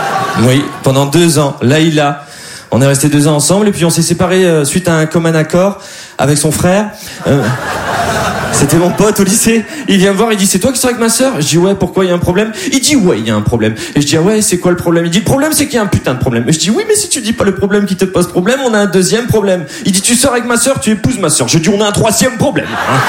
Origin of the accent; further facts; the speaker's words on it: Dunkirk, Hauts-de-France, France; Eh ben moi, je suis de Dunkerque. Et vous voyez bien, je parle bien. Je conjugue les verbes.